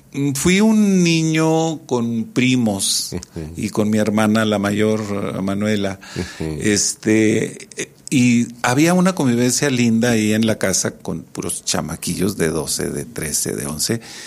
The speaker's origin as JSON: {"language": "Spanish", "region": "Durango", "country": "Mexico", "tie": "born or raised there", "also_born_or_lived": "Mexico City", "said": "yo me fui a la Ciudad de México a los 19 años. Estaba por cumplir los 19 años cuando me fui a vivir allá. Mi incursión en el arte aquí en Durango había sido principalmente en teatro."}